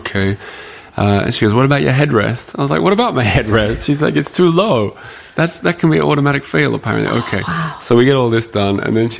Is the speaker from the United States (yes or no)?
no; Australia; now in Paris, France; as an Australian, I'm driving on the wrong side of the road, a manual that I'm not used to, in a language that's not my first, not really even my second